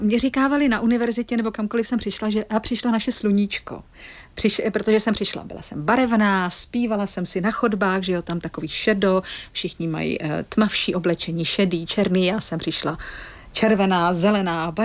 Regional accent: Klatovy, Plzeň Region, Czechia; Anglicky, německy jsem měla němčinu naposlouchanou, protože jsem vyrostla v Klatovech.

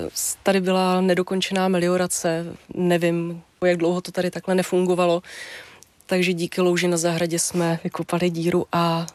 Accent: Úpice, Hradec Králové Region, Czechia; moved away as an adult; also born or lived in Velké Svatoňovice; now in Údrnice, Czechia; k té Úpici zpátky, ono sice je to město, ale já jsem vyrůstala na jednom kopci u Úpice, kde jsme byli tři domy s dětma. Jinak tam vlastně nikdo nebydlel. Bydleli jsme tam uprostřed luk a lesů a bylo to skvělý.

